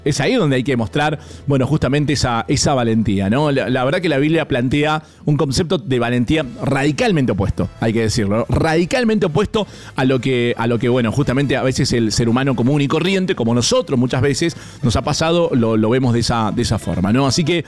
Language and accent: Spanish; Argentina